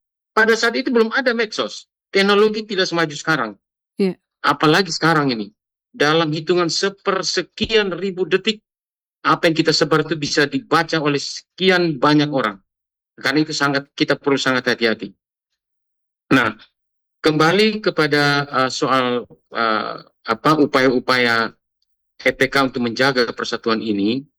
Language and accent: Indonesian; East Nusa Tenggara, Indonesia; rasa bangga kita sebagai orang NTT